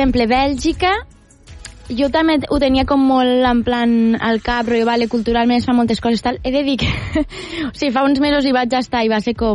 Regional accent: Lleida, Catalonia, Spain; Soc de Lleida.

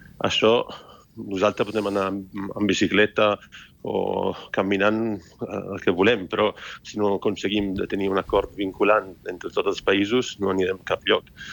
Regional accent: Italy; Catalan is a second language

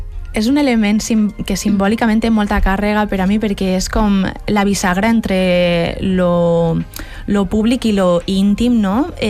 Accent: Valencian Community, Spain

